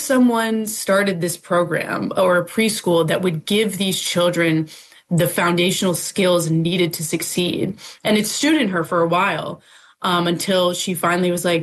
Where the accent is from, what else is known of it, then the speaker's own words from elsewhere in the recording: Fairfield, Connecticut, United States; now in New York City, United States; I grew up in Connecticut in Fairfield. And Bridgeport was the neighboring town.